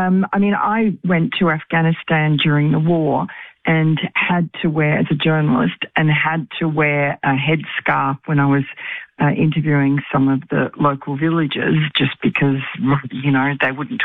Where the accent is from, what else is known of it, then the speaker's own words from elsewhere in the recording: Queens, New York, United States; born there; I mean, I was born in Queens, like the president.